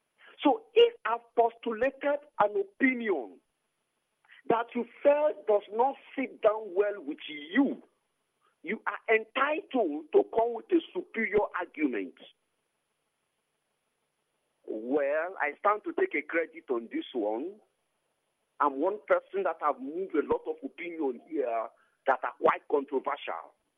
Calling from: Port Harcourt, Rivers, Nigeria; I'm calling you from Port Harcourt.

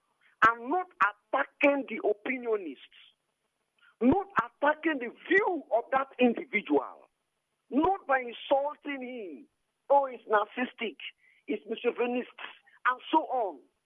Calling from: Port Harcourt, Rivers, Nigeria; I'm calling you from Port Harcourt.

